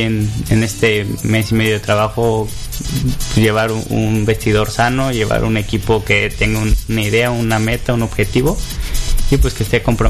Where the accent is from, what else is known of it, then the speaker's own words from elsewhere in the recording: Chiapas, Mexico; porque soy chiapaneco y le voy a los Jaguares